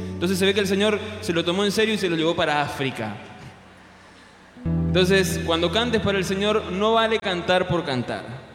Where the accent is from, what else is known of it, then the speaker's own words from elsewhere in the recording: Argentina; moved away; Tengo un amigo sacerdote en mi tierra, en la Argentina